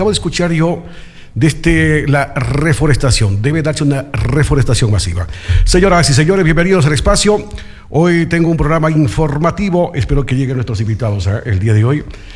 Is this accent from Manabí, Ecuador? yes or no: no; Chuquiribamba, Loja, Ecuador; mi linda tierra, Chuquiribamba. A propósito, yo soy de Chuquiribamba, con mucha honra, ¿eh?